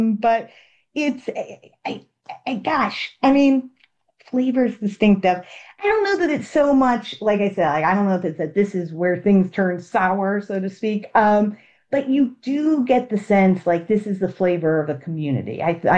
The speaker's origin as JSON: {"language": "English", "town": "Ann Arbor", "region": "Michigan", "country": "United States", "tie": "born or raised there", "said": "No, I grew up in Ann Arbor, Michigan. So the triangle feels very familiar to me because I grew up in a university town."}